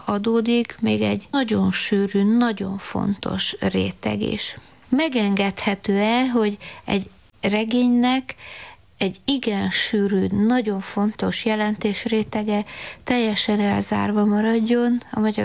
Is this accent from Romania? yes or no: yes; Transylvania, Romania; mi, akik Erdélyből jövünk, tudunk románul